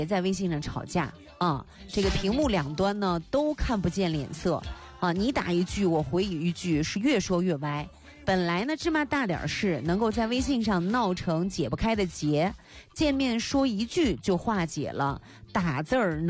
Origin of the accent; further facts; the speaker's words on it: Shaanxi, China; 就会把我们陕北的文化传播到哪里，让更多的人喜欢上我们的陕北文化。